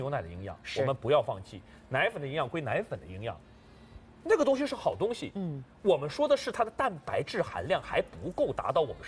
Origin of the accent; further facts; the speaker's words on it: China; 我们中国人